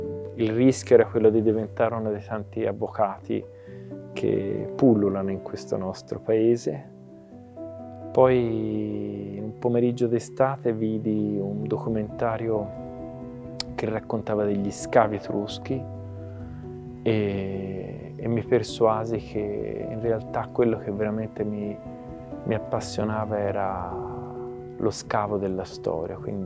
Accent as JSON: {"language": "Italian", "town": "Florence", "region": "Tuscany", "country": "Italy", "tie": "born there", "said": "Io sono nato a Firenze in un anno, diciamo, un po' caldo, nel 1968, quindi forse qualcosa di quei fermenti deve essere entrato nell'ospedale di Careggi, dove appunto sono venuto alla luce."}